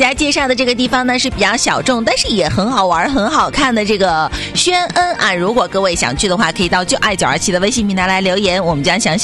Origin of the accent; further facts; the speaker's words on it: Northeast China, China; 在我们东北这边坐绿皮火车，